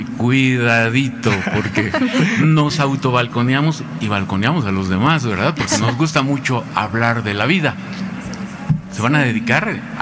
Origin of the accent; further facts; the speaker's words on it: Texcoco, State of Mexico, Mexico; Y llegué después a Radio Chapingo porque soy de Texcoco.